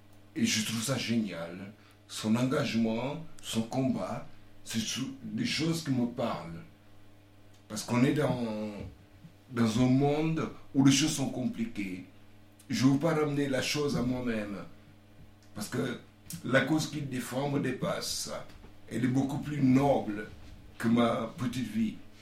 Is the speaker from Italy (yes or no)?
no; Toulouse, Occitanie, France; Je suis un vrai Toulousain.